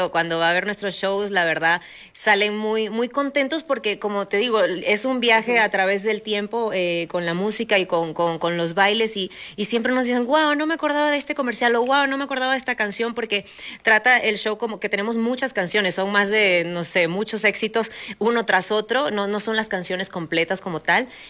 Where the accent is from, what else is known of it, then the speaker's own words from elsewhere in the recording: Venezuela; Yo, por ejemplo, soy venezolana